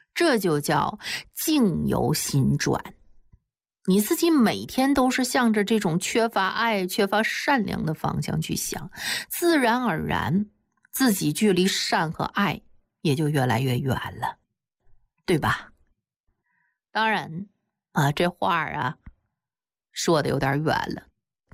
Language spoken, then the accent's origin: Chinese; Shannan, Tibet, China; born or raised there